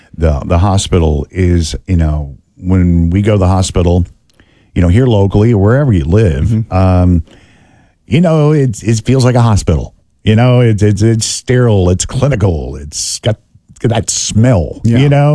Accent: Meridian, Mississippi, United States; Meridian is my hometown. Mm-hmm. In Mississippi, when I was growing up, you didn't have a facility like this.

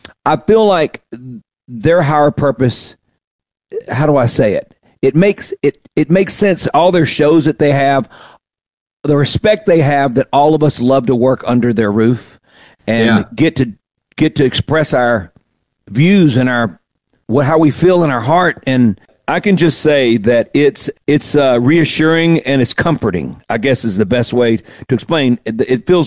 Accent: Mississippi, United States; on my soil, on my dime, on Mississippi soil, in my hometown.

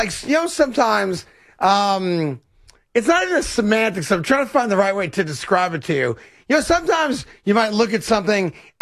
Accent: New York, United States; as a New Yorker

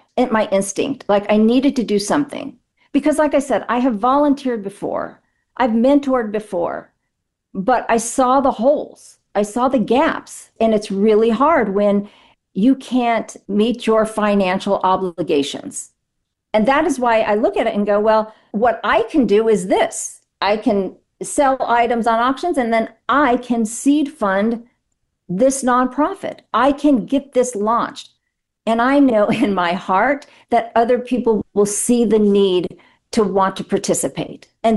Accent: Las Vegas, Nevada, United States; Yeah, I'm from Vegas.

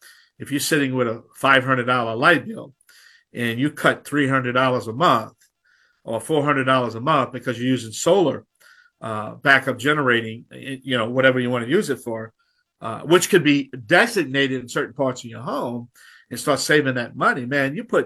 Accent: Louisiana, United States

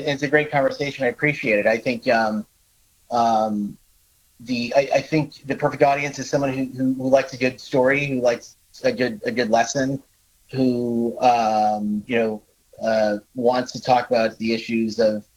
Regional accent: Bethel, Connecticut, United States; And I grew up in Bethel, Connecticut, which is very close to Newtown.

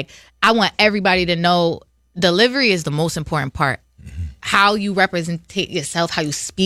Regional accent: New Jersey, United States; moved away as an adult; also born or lived in Los Angeles; Yes. I was in LA for like 4.5 years. Cause I'm from Jersey.

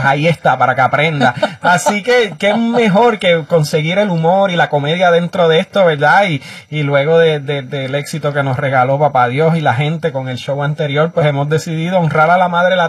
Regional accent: Puerto Rico; yo vengo a hacer comedia muchos años en Puerto Rico, uh-huh, antes de poder tener una carrera fuera de la isla.

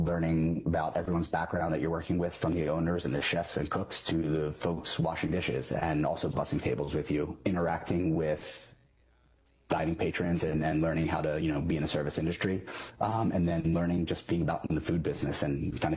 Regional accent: Lower Merion, Pennsylvania, United States; From right outside of Philadelphia, Pennsylvania, Lower Merion. I am an only child, which makes me the first, middle, and last.

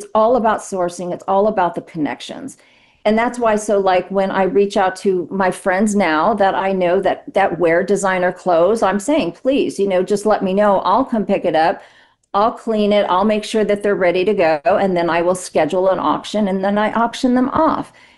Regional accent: Las Vegas, Nevada, United States; Yeah, I'm from Vegas.

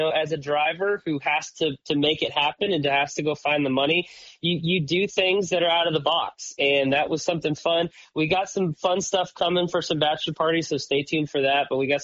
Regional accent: Ligonier, Pennsylvania, United States; also born or lived in Latrobe; I mean, for me, I grew up in Ligonier, lived in Ligonier, was born in Latrobe, and when I was growing up, we always drove by Jennerstown

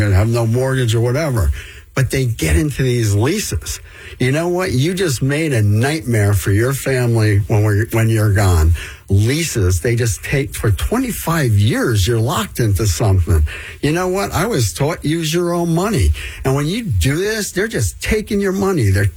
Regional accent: Rahway, New Jersey, United States; I'm from Rahway, New Jersey. The town went to crap.

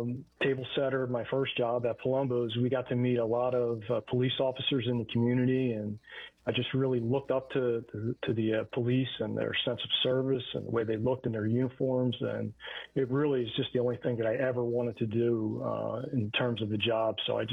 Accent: Philadelphia, Pennsylvania, United States; I grew up in South Philadelphia in a small, close-knit community in a row home.

